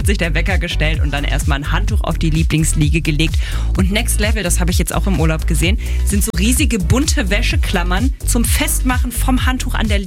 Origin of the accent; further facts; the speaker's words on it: Germany; da sind wir Deutsche natürlich sehr genau